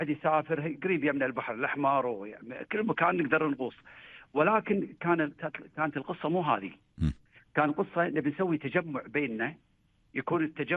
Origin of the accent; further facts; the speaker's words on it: Kuwait; عندنا بالكويت ما يصير واحد يفتح له حتى البقاله بدون مرخصه.